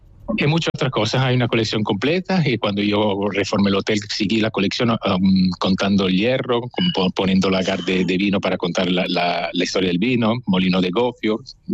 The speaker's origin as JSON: {"language": "Spanish", "country": "Italy", "second_language": "Spanish", "moved": "as an adult", "lives_now": "Spain", "said": "Sí, soy italiano. Mi mujer sí que es valenciana, española."}